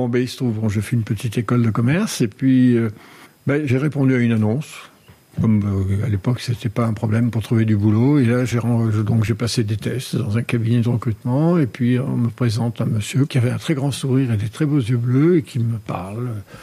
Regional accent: Provence-Alpes-Côte d'Azur, France; Bon, pour des tas de raisons, je me suis retrouvé pensionnaire à Aix-en-Provence. Donc là, j'ai quitté la Camargue, j'ai découvert...

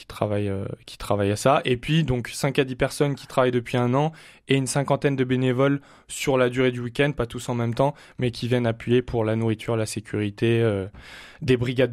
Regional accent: Auvergne-Rhône-Alpes, France; now in Lyon, France; Donc moi, je suis originaire de la Loire, de la plaine du Forêt. Et aujourd'hui, j'habite sur Lyon

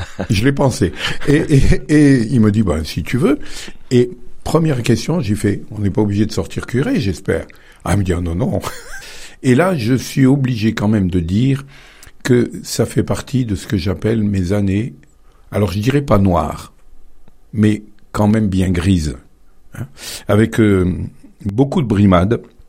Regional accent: Baternay, Auvergne-Rhône-Alpes, France; born there; Alors, je suis né à Baternay, je suis un petit village du nord Drôme.

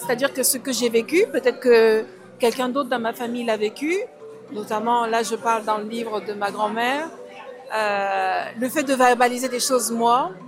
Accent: Cameroon; Moi, je viens du Cameroun, je suis d'origine Cameroun.

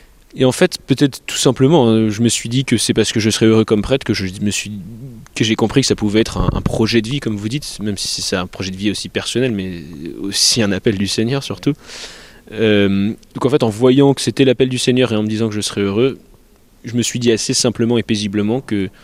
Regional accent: Épernay, Grand Est, France; j'ai grandi à Épernay

